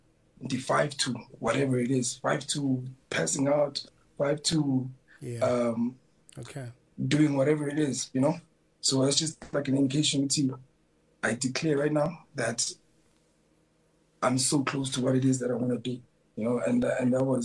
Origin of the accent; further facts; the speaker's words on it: Eastern Cape, South Africa; I think it's like a language thing where, you know, I rap predominantly in like Xhosa. So that whole like switching codes, English Xhosa, that's a thing back home.